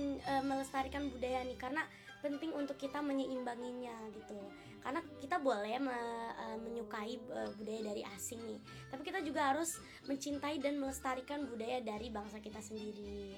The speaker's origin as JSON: {"language": "Indonesian", "region": "West Kalimantan", "country": "Indonesia", "said": "Sebenarnya aku itu bukan orang Jakarta. Iya. Aku tuh orang Kalimantan Barat."}